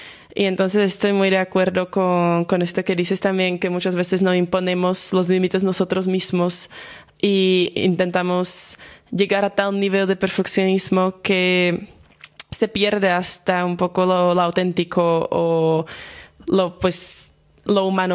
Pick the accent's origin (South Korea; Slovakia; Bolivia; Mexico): Slovakia; Spanish is a second language; moved away as an adult; now in Granada, Spain; estudio ahorita Ciencias Políticas y Derecho aquí en Granada, pero soy de Eslovaquia. Me mudé hace año y medio